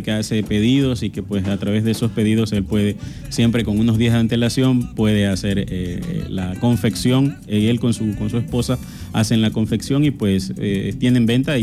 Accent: Esmeraldas, Ecuador; also born or lived in Guayaquil, Ecuador; now in Santo Domingo, Ecuador; soy esmeraldeño, ahora vivo en Santo Domingo, pero también viví en Guayaquil.

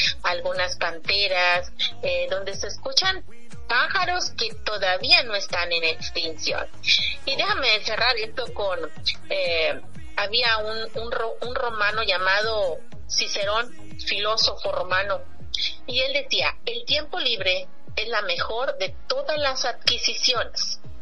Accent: Tamaulipas, Mexico; born there; now in Yucatán, Mexico; yo te puedo decir, allá en Tamaulipas, porque pues yo nací en Tamaulipas

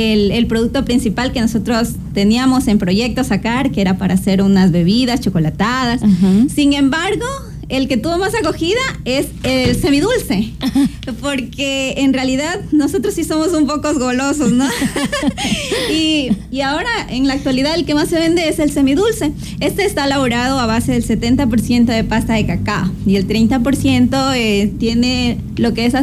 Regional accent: San Jacinto del Búa, Santo Domingo de los Tsáchilas, Ecuador; nosotros somos de San Jacinto del Búa, una parroquia rural de aquí del Cantón Santo Domingo.

